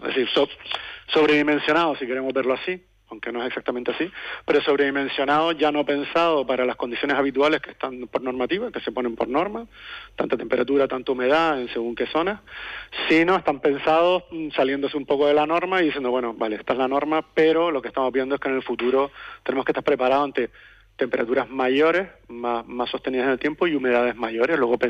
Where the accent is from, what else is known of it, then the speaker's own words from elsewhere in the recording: Canary Islands, Spain; Somos canarios y siempre nos gusta sentir el aire de una forma u otra.